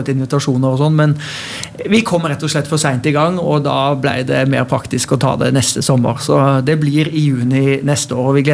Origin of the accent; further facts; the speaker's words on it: Oslo, Norway; also born or lived in Haugesund; Jeg var jo bare 2 år da vi flyttet fra Haugesund til Oslo, og har jo gått i barnehage og skole, og hele oppveksten i Oslo. Jeg er jo også glad i byen